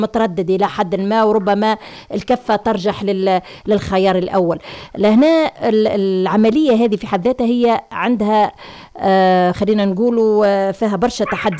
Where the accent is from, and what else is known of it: Tunisia